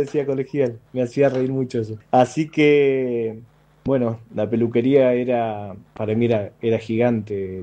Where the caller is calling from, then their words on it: Cipolletti, Río Negro, Argentina; de Cipolletti.